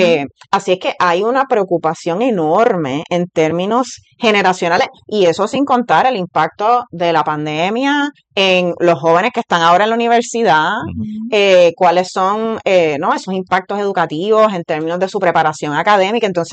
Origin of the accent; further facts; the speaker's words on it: Puerto Rico; Sobre todo para poblaciones como, ¿no?, Puerto Rico, que somos hispanos, ¿no?, que dentro del contexto de los Estados Unidos somos considerados una minoría.